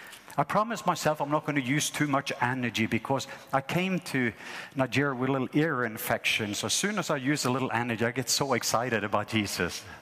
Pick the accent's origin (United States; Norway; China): Norway; when I grew up in Norway, when I was 12 years old